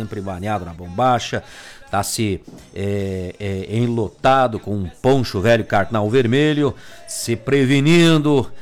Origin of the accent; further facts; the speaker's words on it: Rio Grande do Sul, Brazil; Todos nós somos gaúchos de alma e coração, moramos aqui no Rio Grande